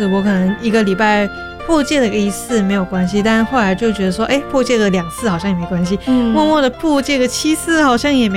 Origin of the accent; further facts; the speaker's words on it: central Taiwan, Taiwan; now in Tamsui, Taiwan; 因为我是中部人嘛